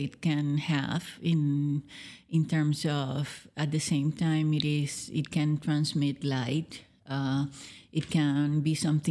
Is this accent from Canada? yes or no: no; Puerto Rico; moved away as an adult; also born or lived in New York; I was born in Puerto Rico and I lived there until my 20s, 25, 26, when I decided to move to New York